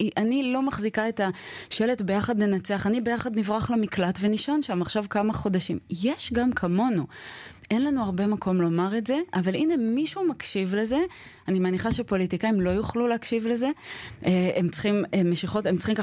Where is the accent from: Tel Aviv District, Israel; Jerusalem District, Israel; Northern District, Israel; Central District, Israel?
Tel Aviv District, Israel; Tel Aviv; שלומי כתל אביבית, הוא לא שלומה של בדודה שלי ובעלה שהם אלף ימים במילואים.